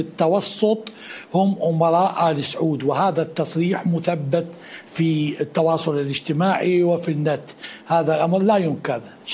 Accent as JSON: {"language": "Arabic", "country": "Iraq"}